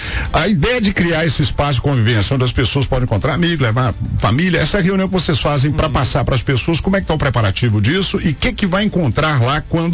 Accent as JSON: {"language": "Portuguese", "region": "Minas Gerais", "country": "Brazil", "tie": "born there", "said": "Eu sou nordestino de coração e mineiro de nascença."}